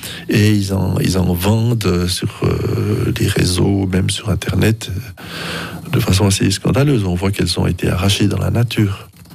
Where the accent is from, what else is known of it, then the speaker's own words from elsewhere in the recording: Switzerland; Alors oui, comme on l'a dit, là, dans les tourbières, au bois des lattes, Roussagnoli, on en trouve bien sûr aussi dans les Franches-Montagnes